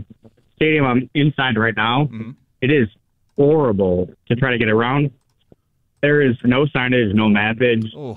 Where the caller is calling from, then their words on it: Buffalo, New York, United States; I'm from Buffalo